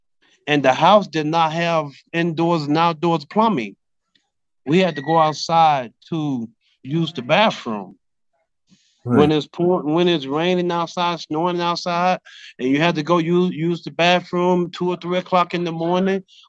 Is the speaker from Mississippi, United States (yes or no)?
yes; Jonestown, Mississippi, United States